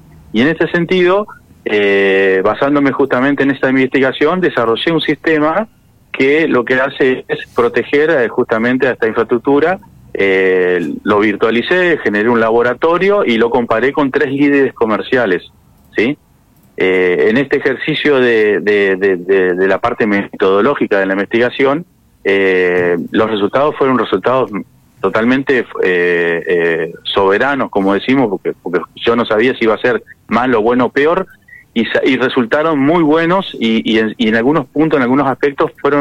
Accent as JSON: {"language": "Spanish", "town": "Concordia", "region": "Entre Ríos", "country": "Argentina", "tie": "born or raised there", "also_born_or_lived": "Paraná, Entre Ríos", "moved": "as an adult", "lives_now": "Jesús María, Argentina", "said": "yo soy nacido en Paraná, Entre Ríos, me crié en Concordia."}